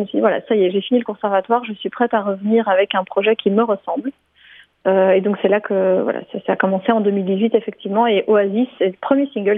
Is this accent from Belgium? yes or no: yes; Brussels, Belgium; Et je viens de Bruxelles. Je suis basée à Bruxelles, même si pour l'instant je suis pas mal ailleurs.